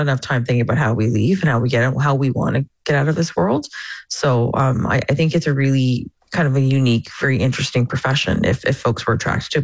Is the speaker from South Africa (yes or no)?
no; Amherstburg, Ontario, Canada; moved away as an adult; I still feel like I'm a girl from Southern Ontario, like an Amherstburg girl. I haven't lived there since I was 18, but I visit there.